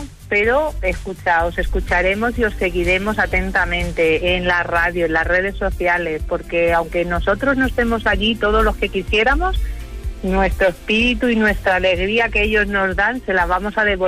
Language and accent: Spanish; Torrejón de Ardoz, Community of Madrid, Spain; Pues mira … de Torrejón, encantada de oíros.